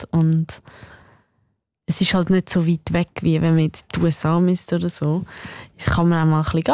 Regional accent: Switzerland; moved away as an adult; now in London, United Kingdom

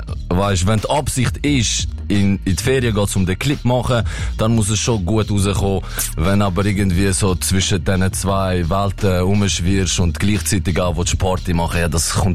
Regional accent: Switzerland; Ich komme aus Pfaffiger Schweiz. Ich bin 22. Ich mache Schweizer Rap und nebenbei arbeite ich auf der Baustelle als Maurer.

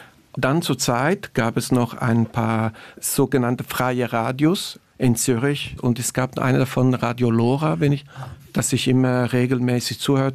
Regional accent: Naples, Campania, Italy; moved away; für mich als Italiener, der in Neapel ist

